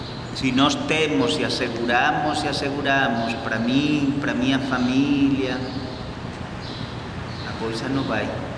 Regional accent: Spain; Portuguese is a second language; moved away; O Papa Leão está visitando minha terra, está na Espanha agora

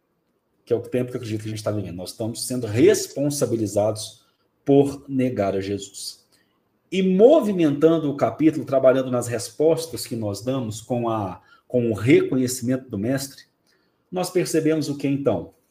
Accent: Minas Gerais, Brazil; eu sou mineiro, né?

